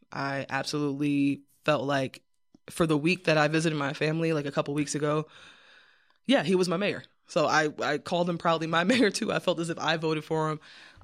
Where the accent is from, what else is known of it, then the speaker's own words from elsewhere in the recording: New York, United States; I don't think I'll ever be a Towsonia because I'm a New Yorker. That's where I'm from.